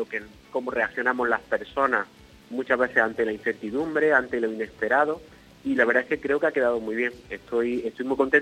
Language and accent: Spanish; Motril, Andalusia, Spain; siempre me gusta mucho estar en Motril, porque es mi ciudad y mi tierra.